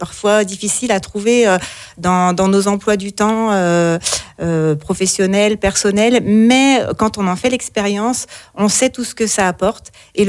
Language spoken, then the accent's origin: French; Saint-Genest-Malifaux, Auvergne-Rhône-Alpes, France; on est originaire de Saint-Genès-Malifaux.